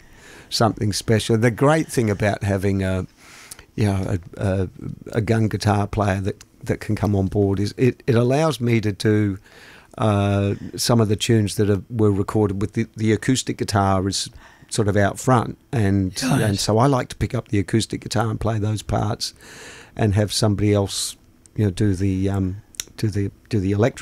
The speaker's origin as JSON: {"language": "English", "town": "Malmesbury", "region": "Victoria", "country": "Australia", "said": "And I'm from Malmesbury, down the road."}